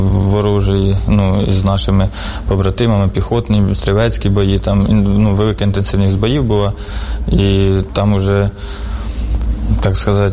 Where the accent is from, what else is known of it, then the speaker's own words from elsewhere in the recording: Sumy, Sumy Oblast, Ukraine; Із Сумщини. Суми.